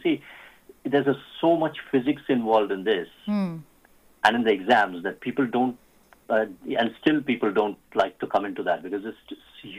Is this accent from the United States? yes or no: no; Pune, Maharashtra, India; I was from Loyola High School, in Pune.